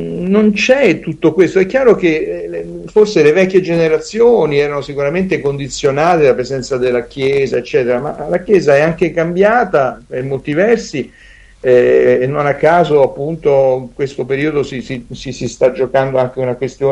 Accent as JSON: {"language": "Italian", "region": "Lazio", "country": "Italy", "tie": "born there", "also_born_or_lived": "Naples", "said": "io sono nato a Napoli, a cui sono molto legato, sono cresciuto in provincia, come dicevo, tra Latina e Sabaudia, ma sono nato a Napoli, sono molto legato a Napoli, dove insegno, dove vado spesso, ho sposato una donna napoletana"}